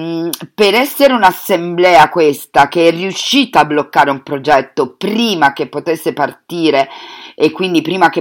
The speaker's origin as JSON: {"language": "Italian", "region": "Buenos Aires", "country": "Argentina", "said": "incluse io e Lu, che veniamo appunto da Buenos Aires."}